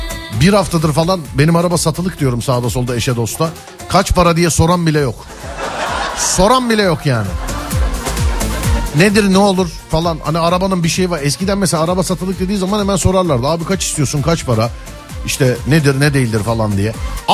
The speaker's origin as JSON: {"language": "Turkish", "region": "Istanbul", "country": "Turkey", "tie": "born or raised there", "said": "ben doğma büyüme Şişli. Benim köyüm Şişli."}